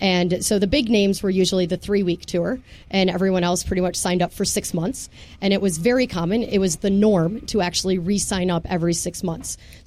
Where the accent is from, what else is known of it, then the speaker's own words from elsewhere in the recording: Milwaukee, Wisconsin, United States; I'm from Milwaukee, Wisconsin.